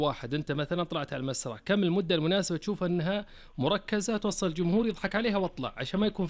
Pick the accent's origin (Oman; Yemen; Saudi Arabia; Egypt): Saudi Arabia